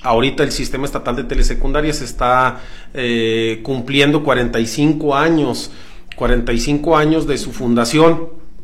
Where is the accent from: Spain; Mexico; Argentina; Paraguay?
Mexico; Tlahualilo, Durango; also born or lived in Gómez Palacio; now in Durango, Mexico; yo soy originario de Tlahualilo